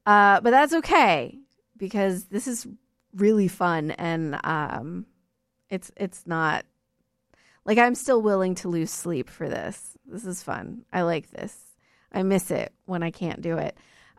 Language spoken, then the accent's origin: English; Nashville, Tennessee, United States; fun fact, I am from Nashville